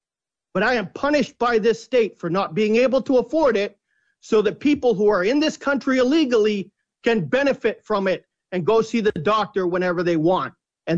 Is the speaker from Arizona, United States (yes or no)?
no; Cape Cod, Massachusetts, United States; I'm born and raised on Cape Cod.